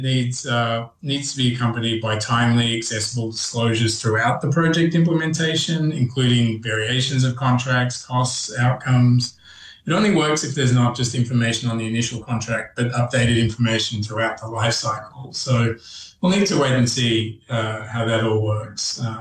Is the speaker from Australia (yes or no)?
yes; Australia; I'm Australian, right?